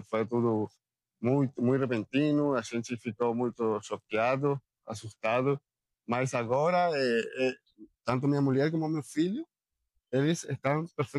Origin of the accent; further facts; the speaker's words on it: Argentina; Portuguese is a second language; now in Puerto Iguazú, Argentina; eu sou argentino